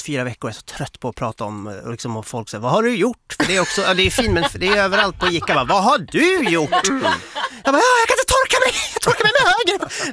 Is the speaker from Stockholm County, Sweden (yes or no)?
yes; Stockholm, Stockholm County, Sweden; nej, jag är från Stockholm, jag är här på besök, men hjälp mig.